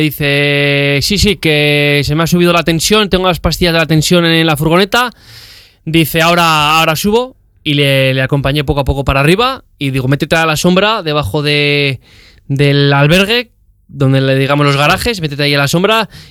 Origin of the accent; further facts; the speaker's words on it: Burgos, Castile and León, Spain; soy de Burgos